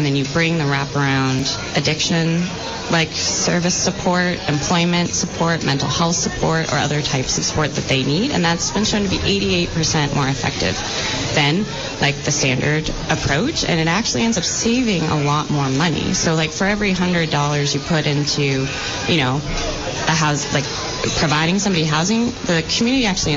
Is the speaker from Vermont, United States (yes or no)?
yes; Vermont, United States; born or raised there